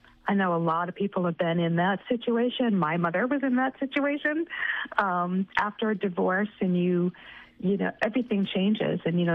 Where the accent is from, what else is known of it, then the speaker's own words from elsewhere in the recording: Massachusetts, United States; I grew up on Cape Cod, which is a beautiful place. I've written some books set there too.